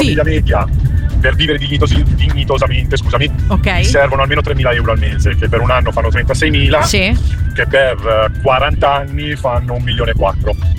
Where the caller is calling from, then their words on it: Como, Lombardy, Italy